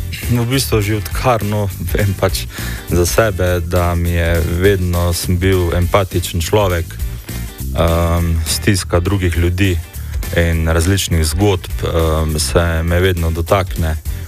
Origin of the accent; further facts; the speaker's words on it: Velenje, Savinja, Slovenia; prihajam iz Velenja